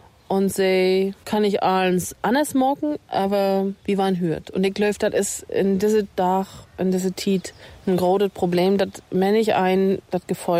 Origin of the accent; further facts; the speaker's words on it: Mecklenburg-Vorpommern, Germany; Ich bin ja in Worn aufgewachsen. Müritz ist doch nicht weit, aber auch Anderseen.